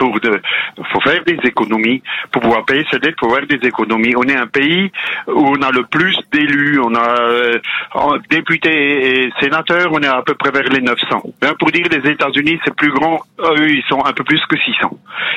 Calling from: Grand Est, France; D'Ildac, à côté de Mulhouse.

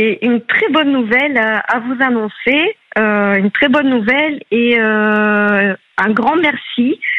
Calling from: Hauts-de-France, France; À côté de Cambrai, dans le nord de la France.

